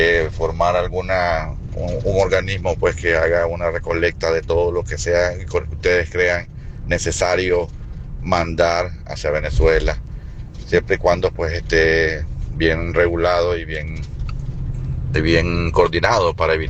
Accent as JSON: {"language": "Spanish", "country": "Nicaragua", "moved": "yes", "said": "Y pues yo soy nicaragüense. Y igual nosotros también hemos tenido esas situaciones, pues, y hemos contado con ayuda y apoyo de mucha gente estando fuera de Nicaragua."}